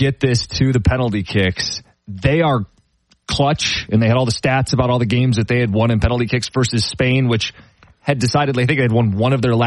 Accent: United States; as an American flying

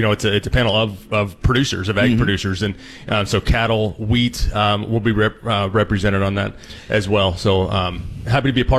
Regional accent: South Dakota, United States; I'm from West River, you know, so we're used to lack of rainfall and things like that.

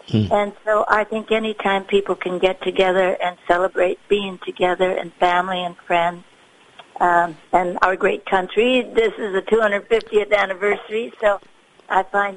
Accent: Minnesota, United States; also born or lived in Fargo area, North Dakota; now in Nashville, United States; Now, in my day, Minnesota, I grew up in Minnesota and in the Fargo area, and of course I traveled a lot as I was young, always seeking out music and going who knows where. I was a bit of a gypsy and finally got smart and moved to Nashville.

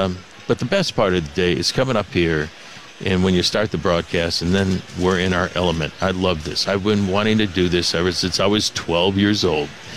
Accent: Chicago, Illinois, United States; I still go back to my days as a kid, Shannon, growing up in Chicago.

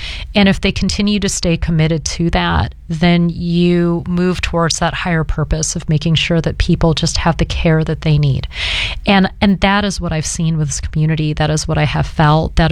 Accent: Pacific Northwest, United States; moved away; even though I grew up in the Pacific Northwest.

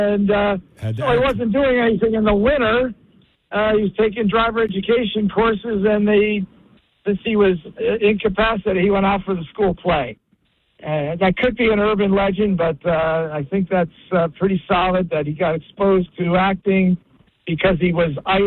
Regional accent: Livingston, New Jersey, United States; also born or lived in Clinton, New Jersey; now in Hampton, New Jersey, United States; Originally from Livingston and out by Clinton, New Jersey, at Hunterdon County.

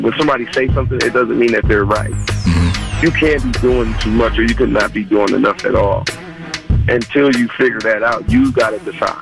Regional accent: Milwaukee, Wisconsin, United States; born or raised there

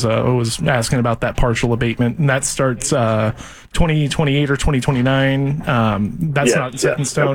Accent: Lake Oswego, Oregon, United States; I grew up in Lake Oswego

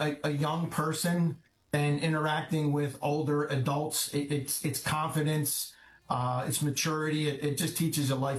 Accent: Pennsylvania, United States; I'm from a small neighborhood just outside of Philadelphia, blue-collar neighborhood. I am the oldest of three.

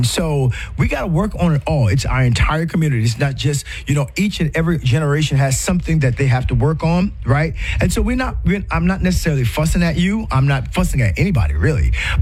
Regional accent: South Carolina, United States; my home state of South Carolina

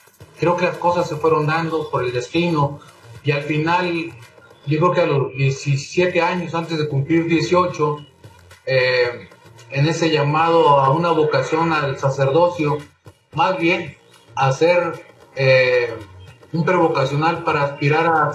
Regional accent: Saltillo, Coahuila, Mexico; Aunque tenía 9 años, y la primera vez que salí de Saltillo fui a un estadio allá en Monterrey

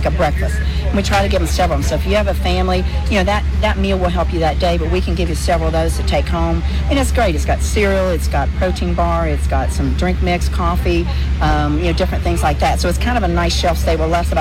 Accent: Lewisburg, West Virginia, United States; Lewisburg, West Virginia, and honestly, as much as I love the group, I hope to never see them in my hometown because that says there's a disaster.

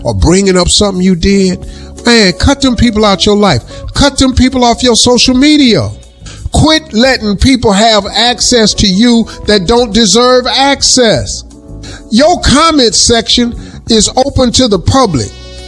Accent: Colombia; I'm from Colombia.

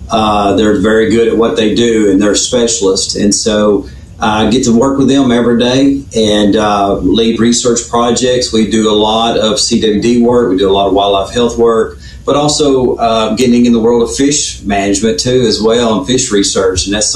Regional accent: Arkansas, United States; I'm originally from Arkansas. I was born and raised in Northeast Arkansas, kind of close to Memphis, just on our side of the river from Memphis. Been in the Delta region my whole life.

